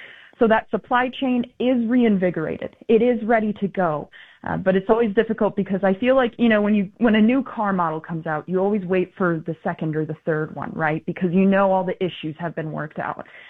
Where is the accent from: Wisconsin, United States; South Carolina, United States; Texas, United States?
Wisconsin, United States; now in Delaware, United States; I grew up in Wisconsin. I live out in Delaware now